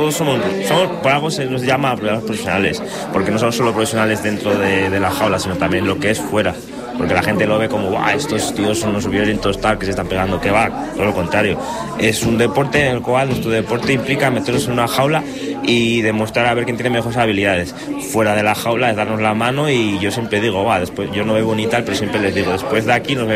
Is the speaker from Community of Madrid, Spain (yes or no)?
no; Bilbao, Basque Country, Spain; moved away as an adult; also born or lived in Mungia / Sondika / Castro Urdiales; now in Vitoria, Spain; Yo nací en Bilbao y me crié en San Fran, en el barrio de San Francisco. También estoy viviendo entre Munguía, Sondica, Castro Urdiales, pero yo soy de Bilbao, vaya.